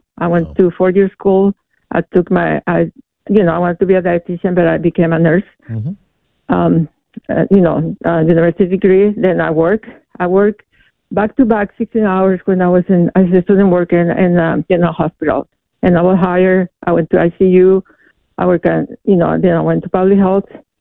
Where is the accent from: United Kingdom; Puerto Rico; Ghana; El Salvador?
El Salvador; English is a second language; moved away as an adult; now in United States; You know, I'm an immigrant. I'm from Salvador. When I came to America, you know, my cousin asked me to come and help me, and when I came, he didn't want to help. So I need to work. I had to survive. I had to learn the language.